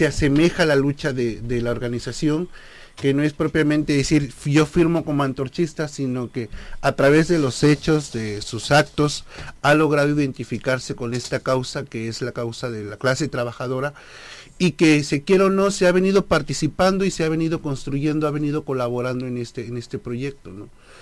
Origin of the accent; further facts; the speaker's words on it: Mexico City, Mexico; now in Tijuana, Mexico; ya vamos a cumplir 10 años aquí en Tijuana. Yo vengo de la Ciudad de México.